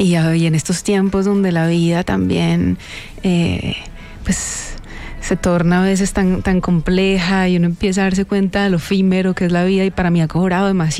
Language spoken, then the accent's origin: Spanish; Cali, Valle del Cauca, Colombia; moved away; mi regreso a Cali, que ha sido muy, muy inspirador, volver a mi tierrita